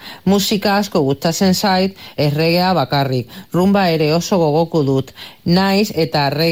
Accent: Badajoz, Extremadura, Spain; moved away as an adult; now in Basque Country, Spain; Badajosekoa naiz, aunque dagoeneko 8 urte inguru daroa da hemen Euskal Herrian. Hau da nire etxea

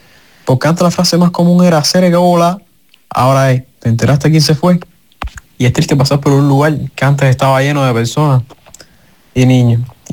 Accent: Santa Clara, Villa Clara, Cuba; Hola, buenas, yo soy de Santa Clara, una ciudad ubicada en el medio de Cuba, una ciudad pequeña.

